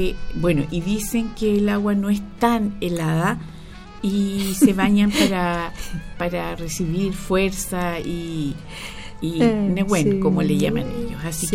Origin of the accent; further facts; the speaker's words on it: Chile; así como los chilenos tenemos algunas costumbres que no honra al Señor, pero que para eso está el pueblo cristiano.